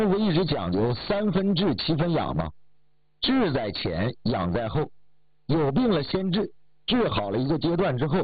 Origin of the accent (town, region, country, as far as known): China